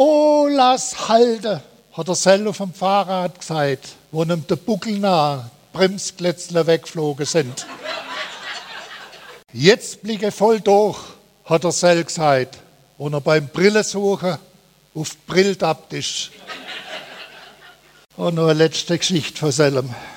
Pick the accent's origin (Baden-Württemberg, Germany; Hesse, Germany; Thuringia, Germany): Baden-Württemberg, Germany; Sindelfingen; born there; Käsereiter ist der Nickname für die Sendelfinger. Und ich bin ein gebürtiger Sendelfinger